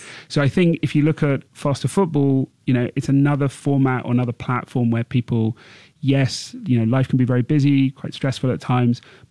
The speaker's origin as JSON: {"language": "English", "country": "Singapore", "said": "being Singaporean, I think we can be very proud of the fact that it's got its roots here"}